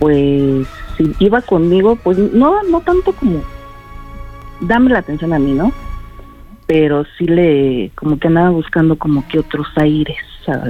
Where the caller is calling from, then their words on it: Mexico City, Mexico; Soy de la Ciudad de México del Sur.